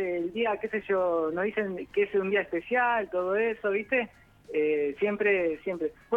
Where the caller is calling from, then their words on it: González Catán, Buenos Aires Province, Argentina; de González Catán.